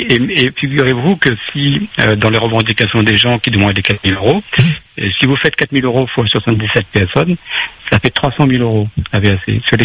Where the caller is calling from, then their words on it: Réunion; moi, en tant que Réunionnais, des fois, je me dis, je m'intéresse aussi à la vie à La Réunion